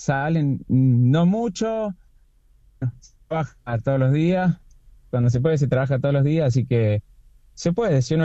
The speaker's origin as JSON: {"language": "Spanish", "region": "Córdoba", "country": "Argentina", "said": "Terrible cordobés."}